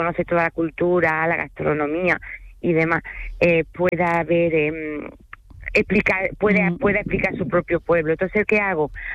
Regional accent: France; Spanish is a second language; now in Spain; soy francesa, aunque no tenga mi acento francés.

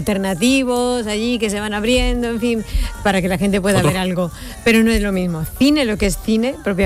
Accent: Aracena, Andalusia, Spain; en mi tierra, bueno, en Aracena

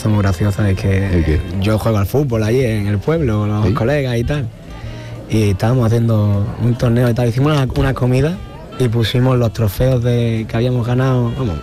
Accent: Benalup-Casas Viejas, Andalusia, Spain; Yo mi pueblo lo quiero un montón. Yo soy de Benalú, Casa Vieja.

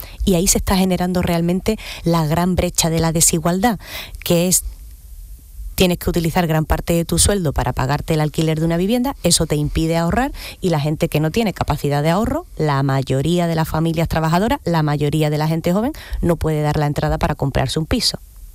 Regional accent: San Juan del Puerto, Andalusia, Spain; Yo lo veo en mi pueblo, en San Juan.

